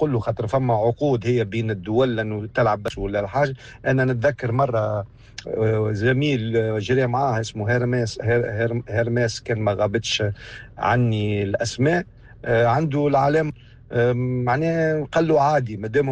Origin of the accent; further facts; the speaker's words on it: Tunisia; also born or lived in Kuwait; احنا الوفد التونسي